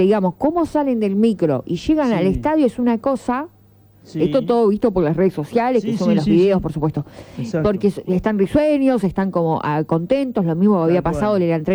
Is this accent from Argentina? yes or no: yes; Argentina